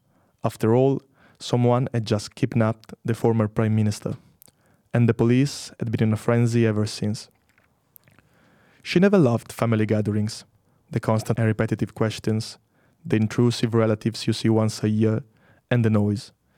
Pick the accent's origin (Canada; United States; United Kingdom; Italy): Italy; moved away; I come from Italy